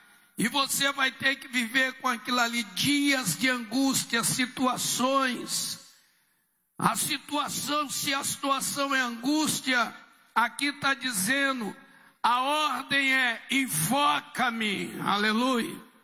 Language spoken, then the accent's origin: Portuguese; Nova Iguaçu, Rio de Janeiro, Brazil; Eu sou natural do Rio de Janeiro, nasci na Baixada Fluminense, Nova Iguaçu. Sou de uma família de nordestino, meu pai e minha mãe são do Rio Grande do Norte. Casaram e mudaram para o Rio e ali eu nasci.